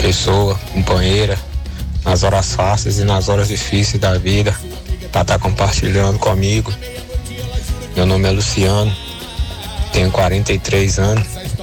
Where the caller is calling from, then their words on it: Brazil; sou de Rio Prescaba.